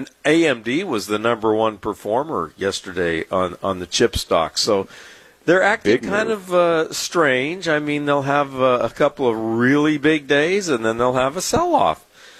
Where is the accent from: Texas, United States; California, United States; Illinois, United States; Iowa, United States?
California, United States; San Diego; I grew up fishing in San Diego Bay and the Mission Bay, and we used those stinky mussels that we would get off the pylons of the pier.